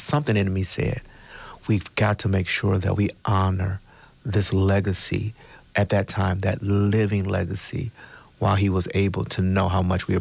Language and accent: English; Toledo, Ohio, United States; I'm born and raised in Toledo Public Schools. My children, my wife, we're all TPS proud products and alumni of TPS.